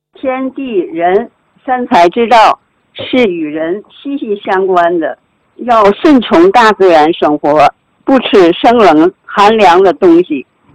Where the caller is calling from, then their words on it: Tianjin, China; 我是天津的，是您的新的学员。今年75岁，是1951年，出生，农历10月21，